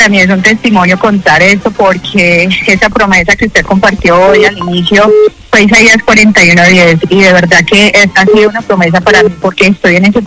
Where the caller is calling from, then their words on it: Bogotá, Colombia; aquí de Bogotá.